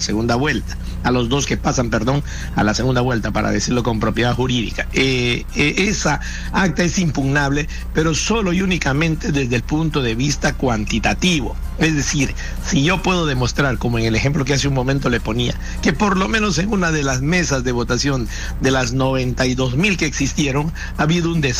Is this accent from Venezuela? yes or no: no; Iquitos, Loreto, Peru; moved away; visitar mi tierra en Iquitos